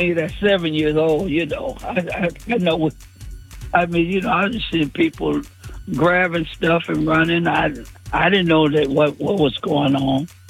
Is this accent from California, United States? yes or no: yes; Los Angeles, California, United States; I like to write a book about Watts and when I was raised in Watts, you know. We lived in the projects too, in the Jordan Down.